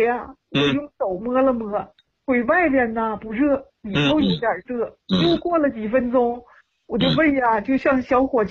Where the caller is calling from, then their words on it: Hebei, China; 我是河北的，今年85了。